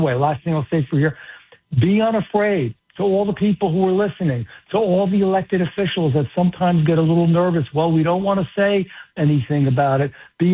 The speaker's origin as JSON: {"language": "English", "region": "New Jersey", "country": "United States", "tie": "born or raised there", "also_born_or_lived": "New York City", "said": "I was born in New York City, but I've lived 99% of my life in New Jersey. And now, of course, a big, good chunk of my life down in South Jersey."}